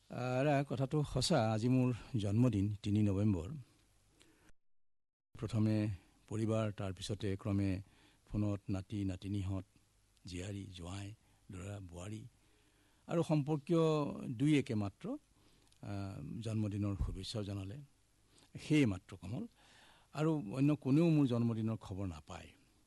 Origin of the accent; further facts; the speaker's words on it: Ehelam, Assam, India; also born or lived in Dibrugarh; এতিয়া মই মোৰ ঘৰ বুলি ক'লে মই এহেলামত বুলিয়েই ক'ম, আৰু ডিব্ৰুগড়ত কোনো চিনচাপ নাই।